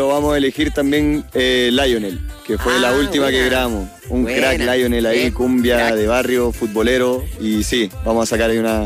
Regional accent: Chile; cada vez que nos preguntan si somos chilenos, le respondemos con un buen grito que sí.

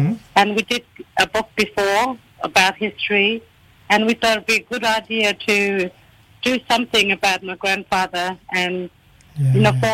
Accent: Wurrumyanga, Northern Territory, Australia; I come from Tiwi Island, a little community called Wurrumyanga.

